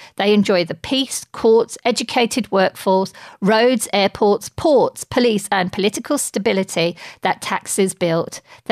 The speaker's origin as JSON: {"language": "English", "country": "Pakistan", "said": "I come from Pakistan, where tax avoidance is a national sport in which everyone is winning gold."}